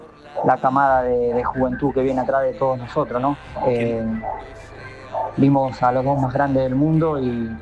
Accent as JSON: {"language": "Spanish", "country": "Argentina", "said": "Nada, tristeza, creo, como argentino en todos lados y en cada rincón del país."}